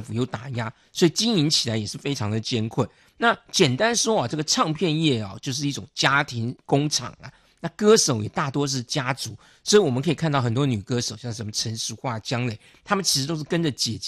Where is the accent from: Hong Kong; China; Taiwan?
Taiwan